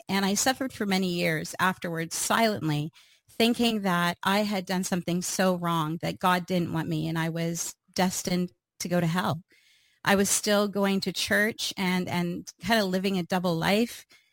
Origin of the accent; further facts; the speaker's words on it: Canada; Well, I live in Canada, and I am a Canadian speaker, author, and pro-life advocate.